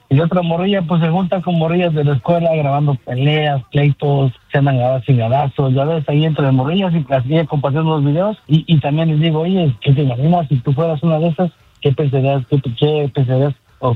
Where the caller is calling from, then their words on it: San Fernando Valley, California, United States; andamos trabajando aquí en el Valle de San Fernando.